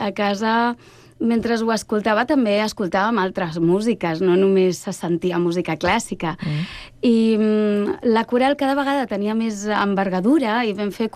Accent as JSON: {"language": "Catalan", "town": "Sant Cugat del Vallès", "region": "Catalonia", "country": "Spain", "tie": "born or raised there", "also_born_or_lived": "Terrassa", "said": "vivien aquí, els meus pares van néixer aquí i és la meva infantesa, és les il·lusions i la meva memòria històrica."}